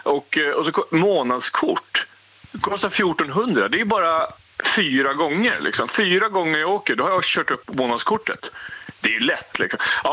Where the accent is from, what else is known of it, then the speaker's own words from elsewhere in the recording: Norrland, Sweden; now in Gothenburg, Sweden; Så att jag har åkt skidor och jag kommer upp från Norrland. Jag är född på skidor.